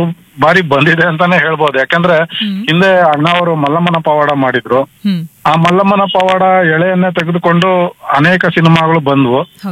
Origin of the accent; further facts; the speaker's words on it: Devanahalli, Karnataka, India; ನನ್ನ ಸ್ವಂತ ಊರು ದೇವನಹಳ್ಳಿ.